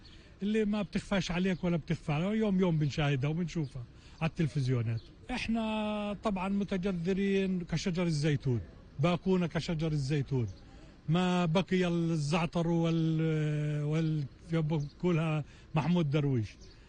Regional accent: Palestine; احنا شعب فلسطيني

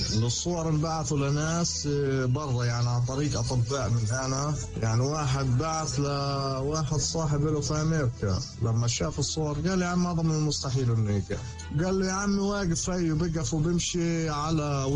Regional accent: Gaza Strip, Palestine; moved away as an adult; now in Egypt; أنا عانيت يعني فترة طويلة لما أنا طلعت من غزة كمان

